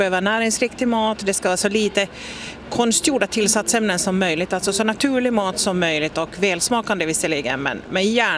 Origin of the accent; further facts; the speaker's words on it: Finland; now in Sweden; Men när jag är hemma i Finland så då väljer jag till exempel finska jordgubbar fram om svenska.